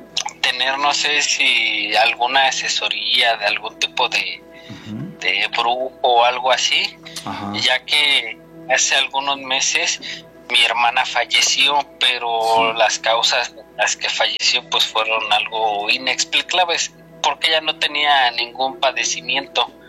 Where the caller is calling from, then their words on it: State of Mexico, Mexico; Desde el Estado de México.